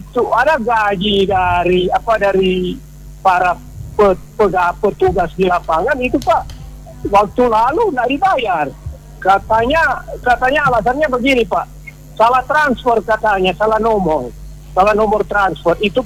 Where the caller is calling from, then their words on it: Tomohon, North Sulawesi, Indonesia; daerah saya, kita kan di Tomon.